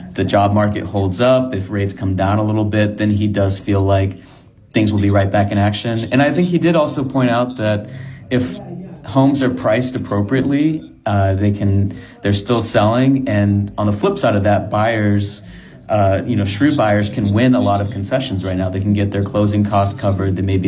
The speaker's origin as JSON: {"language": "English", "town": "Austin", "region": "Texas", "country": "United States", "said": "I'm from Austin. We've seen that market really cool down."}